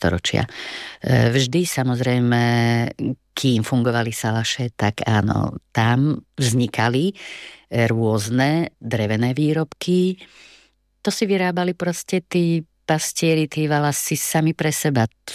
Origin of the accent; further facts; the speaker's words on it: Pozdišovce, Košice Region, Slovakia; môj starý otec, dedo, pochádzam z Pozdyšoviec, bol práve kolesár.